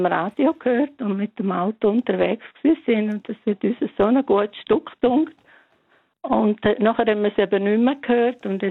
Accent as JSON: {"language": "German", "region": "Graubünden", "country": "Switzerland", "said": "Ich bin ja Bündnerin und das habe ich immer Bündnermusik gewünscht."}